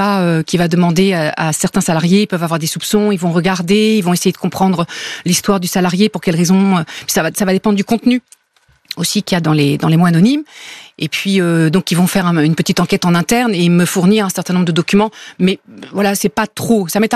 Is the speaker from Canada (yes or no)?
no; France; je précise que je suis française et que je fais une écriture étrangère.